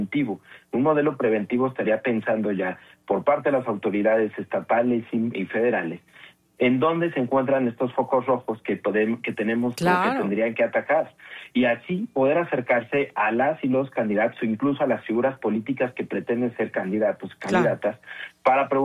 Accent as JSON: {"language": "Spanish", "country": "Mexico"}